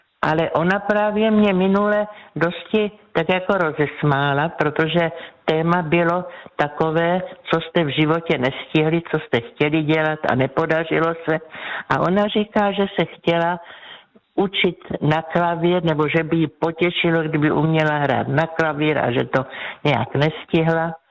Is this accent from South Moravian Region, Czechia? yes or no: yes; South Moravian Region, Czechia; Vyrůstala jsem v krásném prostředí u Břeclavi dole na Jižní Moravě